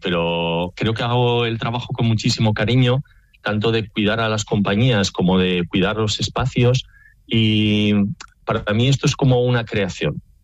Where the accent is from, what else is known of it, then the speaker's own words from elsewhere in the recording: La Rioja, Spain; como soy de La Rioja, pues que he hecho el vermute